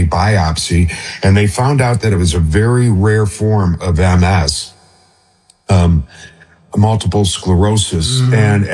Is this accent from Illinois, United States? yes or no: no; Michigan, United States; born there; This is where I was born in Michigan, and I went to a college over on the west side in Grand Valley, in just outside Grand Rapids, Michigan.